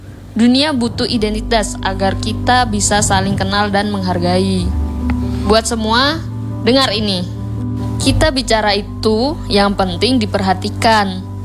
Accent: Java, Indonesia; Saya sebenarnya sebagai orang Jawa, senang loh dengar logat dia.

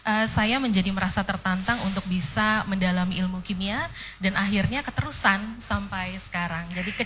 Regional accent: Samarinda, East Kalimantan, Indonesia

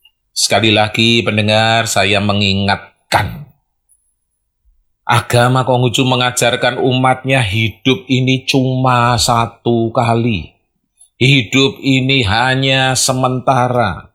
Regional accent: Java, Indonesia; sekali lagi saya bukan ingin mengunggul-unggulkan atau berkiblat dari negeri Cina, saya orang Jawa.

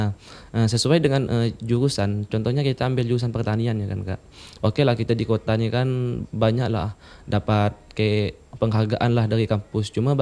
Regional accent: Indonesia; moved away; di kampung saya tuh kak, di Sungai Burun kecil loh.

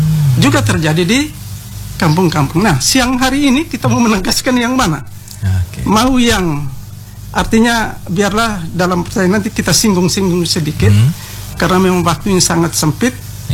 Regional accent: East Nusa Tenggara, Indonesia; Saya berasal dari Kampung Adat Bolotopo. Jelasnya rumah suku saya suku Atarobo.

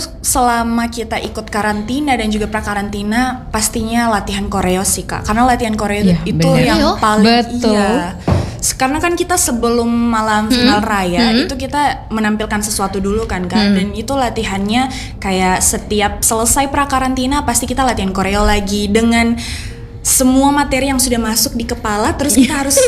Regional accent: Buol, Central Sulawesi, Indonesia; Iya, asalnya dari Buol.

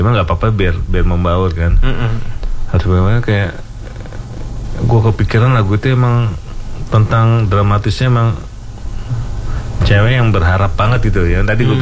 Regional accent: Jakarta, Indonesia; born there; Gue sih emang orang Jawa, bapak ibu gue Jawa. Jadi, ibu Solo, bapak Jember. Cuma gue lahir di Jakarta, jadi Betawi, jadi Betokawin.

